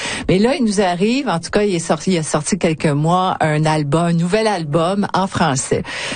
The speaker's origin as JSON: {"language": "French", "region": "Quebec", "country": "Canada", "said": "Moi, je viens du Québec, je le connaissais."}